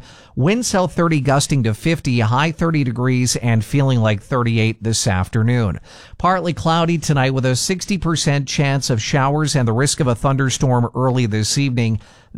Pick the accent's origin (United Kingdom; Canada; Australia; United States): Canada; Neepawa, Manitoba; I remember attending many a time as I was growing up in Neepawa.